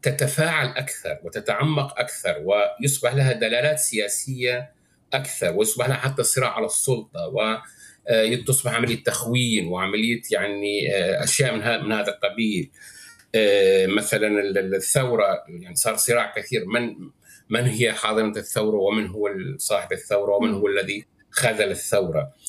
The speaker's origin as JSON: {"language": "Arabic", "country": "Syria", "said": "عندنا في سوريا"}